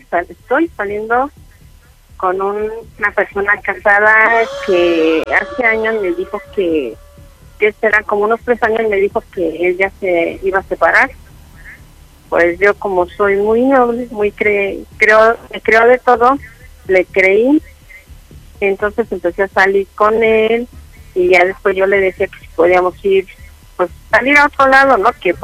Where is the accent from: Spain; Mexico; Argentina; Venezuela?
Mexico; Azcapotzalco, Mexico City; Tengo 56 años y vengo de aquí de Azcapotzalco.